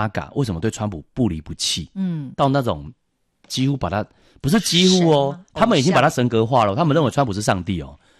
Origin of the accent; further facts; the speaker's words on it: Taitung County, Taiwan; 一个师傅在我们那个我老家台东那个延平山上